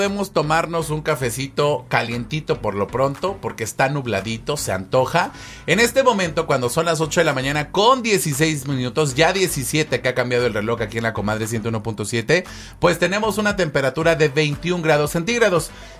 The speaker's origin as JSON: {"language": "Spanish", "town": "Cuautla", "region": "Morelos", "country": "Mexico", "said": "los que somos de aquí de Cuautla"}